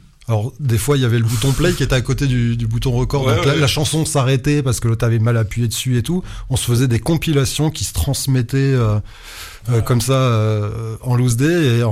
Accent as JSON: {"language": "French", "region": "Grand Est", "country": "France", "said": "Moi, je suis lorrain d'origine, hein"}